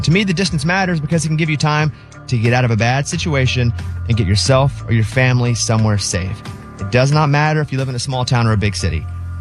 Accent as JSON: {"language": "English", "town": "Mountain Pine", "region": "Arkansas", "country": "United States", "tie": "born or raised there", "said": "and we did that in Mountain Pine, my hometown, in the auditorium"}